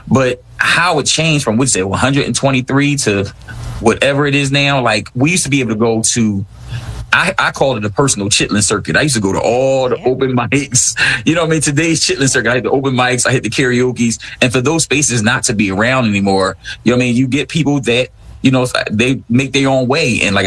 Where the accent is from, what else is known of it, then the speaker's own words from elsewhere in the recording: Philadelphia, Pennsylvania, United States; I can go to Jersey and say, oh … from West Philly, and this is our music.